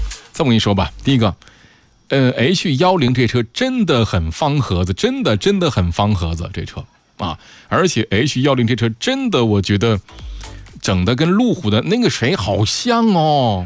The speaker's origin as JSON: {"language": "Chinese", "town": "Hulunbuir", "region": "Inner Mongolia", "country": "China", "tie": "born or raised there", "said": "因为我老家以前叫做呼伦贝尔盟，后来改盟改市就变成了呼伦贝尔市"}